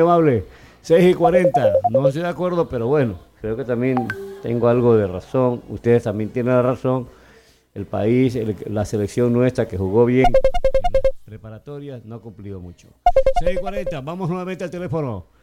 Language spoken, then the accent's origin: Spanish; Manabí, Ecuador; Qué lindo ser manavita, qué hermoso, ¿no?